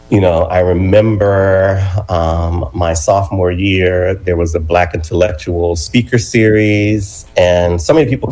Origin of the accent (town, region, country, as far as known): Manchester, Georgia, United States; born or raised there